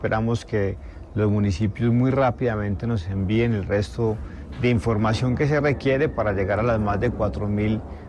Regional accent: Antioquia, Colombia; Eso es lo que somos los antioqueños

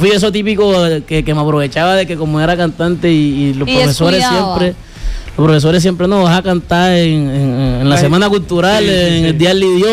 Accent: Santa Rosa, Bolívar, Colombia; Estuve allá en Cartagena o en Santa Rosa, que es mi pueblo.

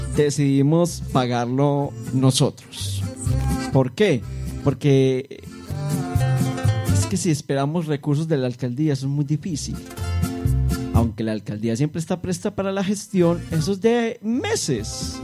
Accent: Paisa region, Colombia; si no fuéramos paisas berracos

